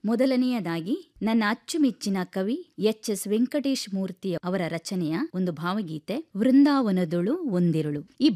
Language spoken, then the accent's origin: Kannada; Bantwal, Karnataka, India; ಬಂಟ್ವಾಳ ತಾಲೂಕಿನ ಕಾವಳಪಡೂರಿನ ಪಚ್ಚಾಜೆ ನನ್ನ ಊರು.